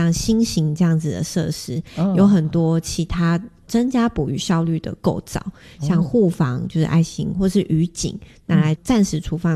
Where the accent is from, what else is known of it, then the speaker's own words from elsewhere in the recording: Penghu County, Taiwan; 我们澎湖这边是八卦流、嗯、就是水流是四面八方乱窜的